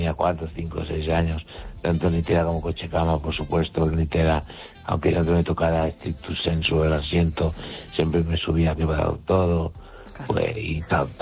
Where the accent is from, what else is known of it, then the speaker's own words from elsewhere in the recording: Galicia, Spain; Y mi pueblo está a unos 9 kilómetros o 8 de los Peares. Está en la altura de la montaña. Y entonces bajábamos en los Peares.